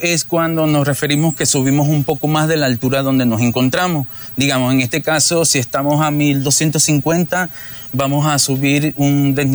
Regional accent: Venezuela; moved away as an adult; now in Mindo, Ecuador; Soy de Venezuela, estoy residenciado en Ecuador ya 10 años y en Mindo tengo 9 años. Conocí a Mindo de turista y me quedé.

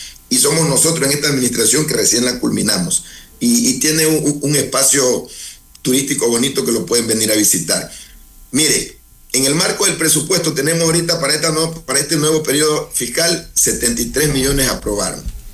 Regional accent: Esmeraldas, Ecuador; Yo vivo en la isla Luis Vargas Torres, Yo vengo de la Isla Piedad, el sector más empobrecido del país. Yo tengo 39 años de edad

